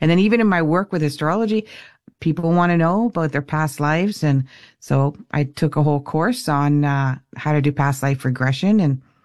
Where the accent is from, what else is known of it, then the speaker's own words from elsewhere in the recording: Windsor, Ontario, Canada; born there; I was Detroit, as a Windsorite would say, because I was born in Windsor, Taggers. See, in Canada, we say Tigers. But if you're from Windsor, you say Taggers.